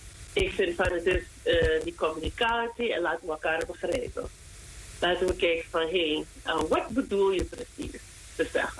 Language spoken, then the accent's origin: Dutch; Suriname; now in United States; toen ik verhuisde van Suriname naar Amerika, was het echt een culture shock voor me.